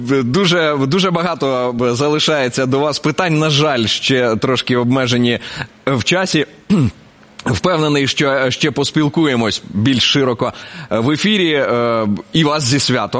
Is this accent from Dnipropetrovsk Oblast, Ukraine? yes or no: yes; Dnipropetrovsk Oblast, Ukraine; Дніпропетровщина.